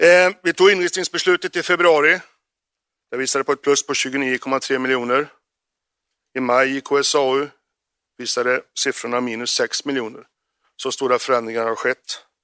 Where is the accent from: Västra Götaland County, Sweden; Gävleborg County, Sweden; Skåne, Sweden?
Västra Götaland County, Sweden; Arentorp